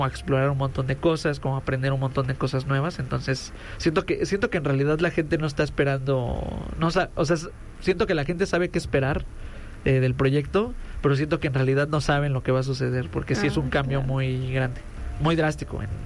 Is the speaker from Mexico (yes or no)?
yes; Acolman, State of Mexico, Mexico; de donde vengo, pues, cada 8 o cada 15 días hay sonideros. O sea, es un pueblo